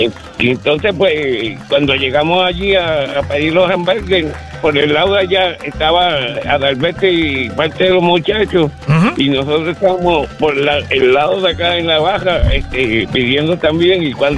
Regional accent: Ciales, Puerto Rico; now in Manatí, Puerto Rico; Y mi papá también, y yo básicamente, porque vivo en Manatí, pero venimos de Ciales.

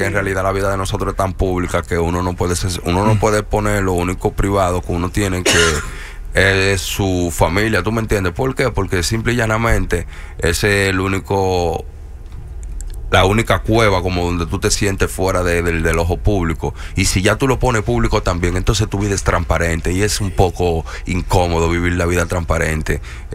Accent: Dominican Republic; now in United States; Para que ustedes los dominicanos sepan lo que tenemos en la mano y quiénes somos y lo que representamos.

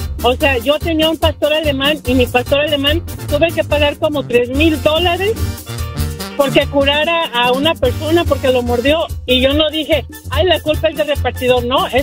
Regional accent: Chihuahua, Mexico; now in Long Beach, United States; Yo soy de Chihuahua y vivo en Long Beach.

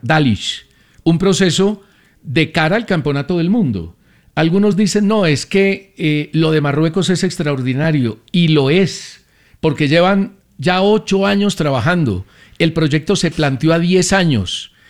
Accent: Colombia

